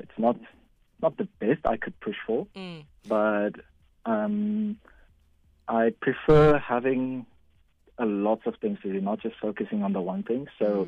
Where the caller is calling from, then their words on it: Bloemfontein, Free State, South Africa; I'm calling you from Bloemfontein.